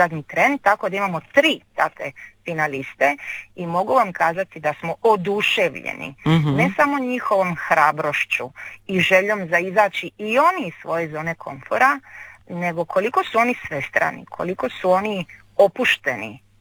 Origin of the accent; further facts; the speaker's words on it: Croatia; now in Italy; naš problem, ne samo kod nas u Hrvatskoj, nego i u, ja to vidim i ovdje u Italiji